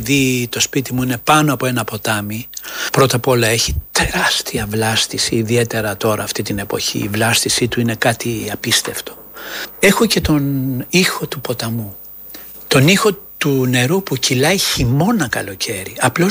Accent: Kallithea, Attica, Greece; born there; Εγώ γεννήθηκα εδώ, στην Καλλιθέα.

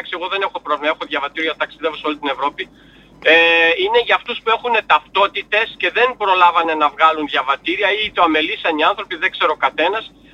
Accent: Munich, Bavaria, Germany; Εγώ μεγάλωσα εδώ, έτσι, είμαι η δεύτερη γενιά, η κόρη μου είναι η τρίτη, τα εγγόνια μου είναι η τέταρτη.

